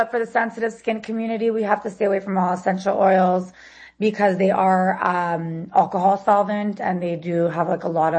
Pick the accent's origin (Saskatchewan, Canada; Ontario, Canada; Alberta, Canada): Ontario, Canada; Toronto; I'm a Canadian. I am a Canadian from Toronto, but we launched the brand in the United States.